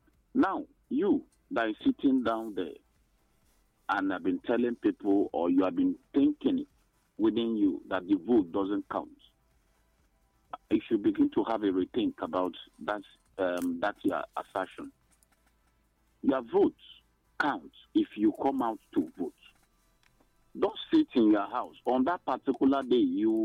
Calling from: Nigeria; I'm calling from Okwabinimbo.

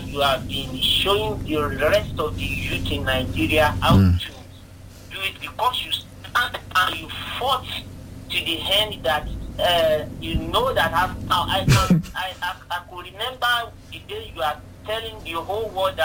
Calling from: Toronto, Ontario, Canada

